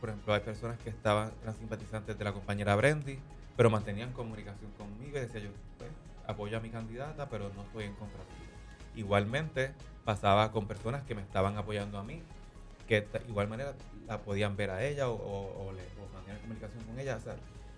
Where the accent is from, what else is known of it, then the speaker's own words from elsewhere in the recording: Luquillo, Puerto Rico; also born or lived in Fajardo, Puerto Rico; nací en Fajardo, pero me crié en Luquillo.